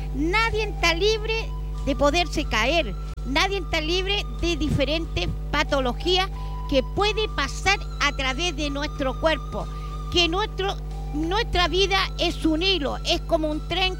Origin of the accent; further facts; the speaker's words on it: Chile; como buen chileno, porque somos chilenos